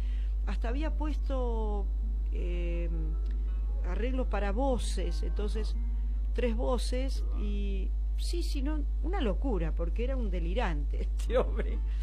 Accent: Bahía Blanca, Buenos Aires Province, Argentina; moved away; Yo soy nacida en Bahía Blanca, claro.

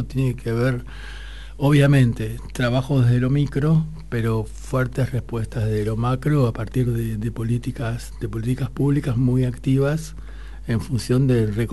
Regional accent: Argentina; somos Argentina

